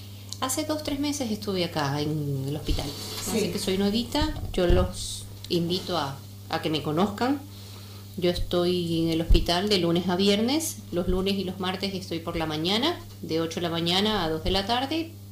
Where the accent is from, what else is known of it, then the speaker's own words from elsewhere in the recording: Ecuador; moved away as an adult; now in Gobernador Gregores, Argentina; yo vengo de Ecuador.